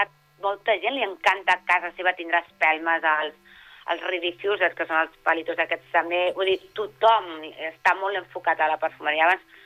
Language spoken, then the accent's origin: Catalan; Terrassa, Catalonia, Spain; T'ho dic Terrassa, jo soc de Terrassa.